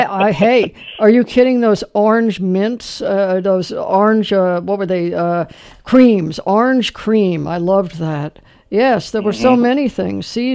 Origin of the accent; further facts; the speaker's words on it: Los Angeles, California, United States; born there; I was. I was born in Los Angeles at Temple Hospital.